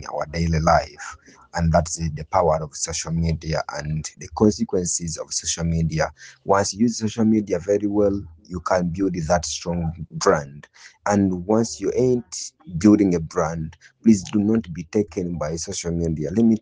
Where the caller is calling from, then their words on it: Kampala, Central Region, Uganda; I'm addressing in from Nakawa and the neighborhood.